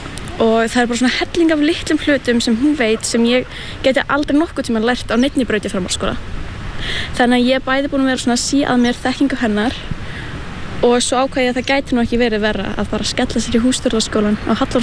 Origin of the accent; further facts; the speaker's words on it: Húsavík, Northeastern Region, Iceland; ég 19 ára og kem frá Húsavík.